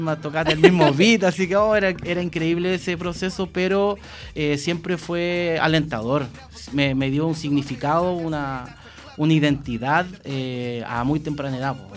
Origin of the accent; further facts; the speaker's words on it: Rancagua, O'Higgins, Chile; Tengo 38 años y soy de Rancagua actualmente. Y siempre he sido acá de la Secta Región. Tuve una oportunidad de vivir en otras regiones por temas de estudio